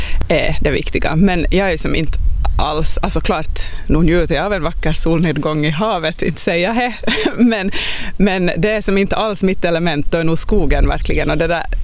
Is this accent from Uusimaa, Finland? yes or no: no; Pedersöre, Ostrobothnia, Finland; now in Maxmo, Finland; Jag är uppväxt förstås i Esse och med skogen runt, så det kan jag märka, det märkte jag faktiskt fundera en del kring när vi flyttade till Maxmo, att då är ju som vattnet och havet nära, och det har jag ju inte växt upp med.